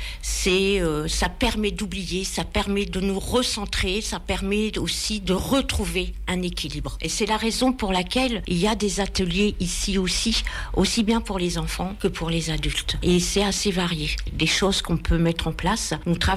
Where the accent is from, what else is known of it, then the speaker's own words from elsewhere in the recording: Arras, Hauts-de-France, France; moved away; also born or lived in Poitiers; je suis partie 20 ans vivre sur Poitiers. Mais ma région, Arras, ma ville, mon beffroi, m'a rappelé. Et je suis revenue en 2021 dans la région.